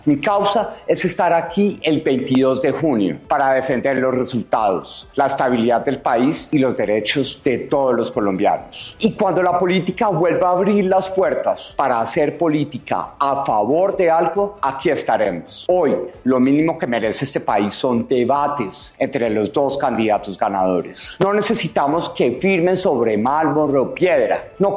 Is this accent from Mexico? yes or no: no; Colombia; Como colombiano, lo que defiendo es que se respete la democracia.